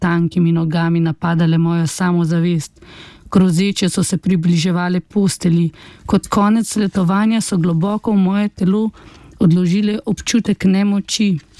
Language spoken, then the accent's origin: Slovenian; Upper Carniola, Slovenia; Ampak mi, ko smo bili otroci, jaz sem iz Gorenjske, smo hodili v Lesce